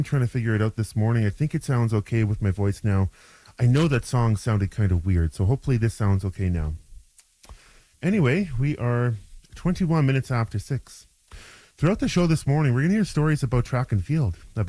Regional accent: Hay River, Northwest Territories, Canada; moved away; broadcasting from my hometown of Hay River.

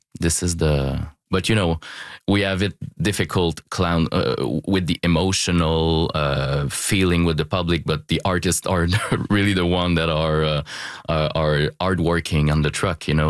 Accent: Quebec City, Quebec, Canada; English is a second language; also born or lived in Montreal; So I'm from Quebec, Limoilou

